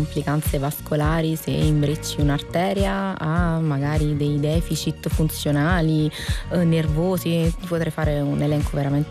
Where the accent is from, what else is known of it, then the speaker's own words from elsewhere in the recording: Switzerland; perché io sono svizzera